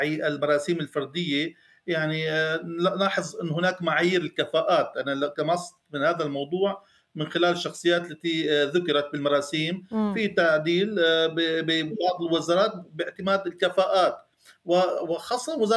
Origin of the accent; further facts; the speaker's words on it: Syria; ما كنا نتوقع كسوريين أن يكون التشكيل الحكومي